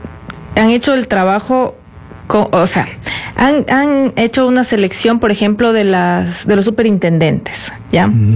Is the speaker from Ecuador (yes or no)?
yes; Ecuador; nosotros como ecuatorianos